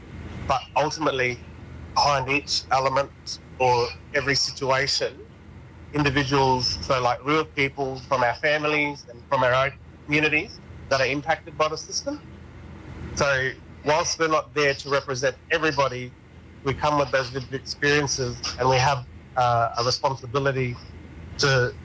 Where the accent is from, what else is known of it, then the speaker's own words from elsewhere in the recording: Port Hedland, Western Australia, Australia; born there; also born or lived in East Pilbara; I'm a Bunjuma man from the Silver, but I was born on Barada Country in Headland.